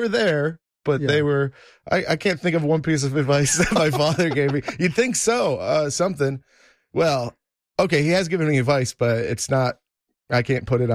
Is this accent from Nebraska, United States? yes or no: no; Rochester, New York, United States; moved away as an adult; also born or lived in Texas; now in Houston, United States; my parents moved me at the age of two to New York. I grew up in New York, upstate Rochester, not a great place to live.